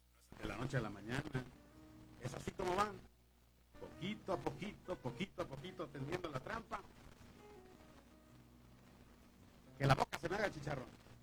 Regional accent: Mexico; A nosotros como mexicanos

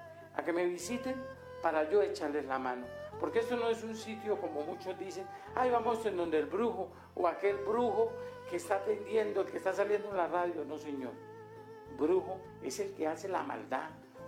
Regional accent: Catemaco, Veracruz, Mexico; born there; Nosotros, los que nacimos en Catemaco, Veracruz

